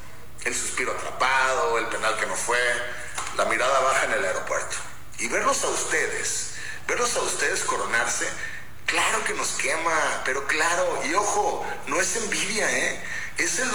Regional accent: Mexico; A nosotros nos rompió el corazón como mexicanos muchas veces, ¿eh?

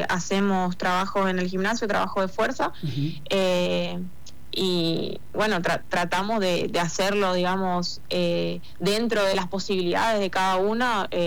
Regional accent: San Ignacio, Misiones, Argentina; soy de San Ignacio, vivo en San Ignacio y viajo para poder entrenar.

